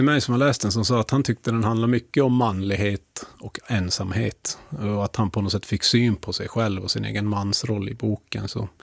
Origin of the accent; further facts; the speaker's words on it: Gällivare, Norrbotten County, Sweden; now in Umeå, Sweden; Alltså en berättelse från den plats jag kommer ifrån, Gällivare.